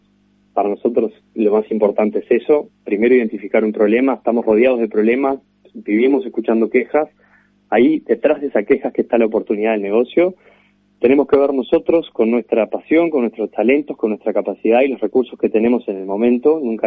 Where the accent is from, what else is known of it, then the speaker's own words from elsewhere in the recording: Tacuarembó, Uruguay; del interior vengo, soy de Tacuarembó